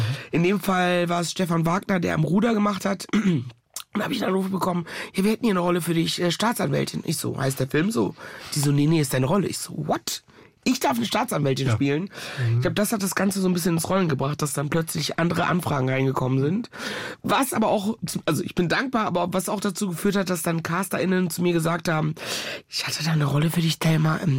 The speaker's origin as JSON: {"language": "German", "region": "North Rhine-Westphalia", "country": "Germany", "tie": "born or raised there", "said": "Also zwar hier groß geworden in NRW und im Herzen bin ich auch immer noch eine rheinische Mädchen, aber tatsächlich auch immer noch verwurzelt mit meinen Wurzeln tatsächlich."}